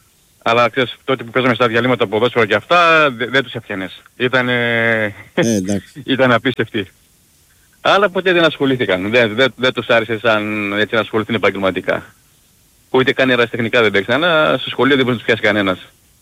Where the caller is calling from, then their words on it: Cyprus; Γεια σου φίλε μου Κώστα … από Κύπρο.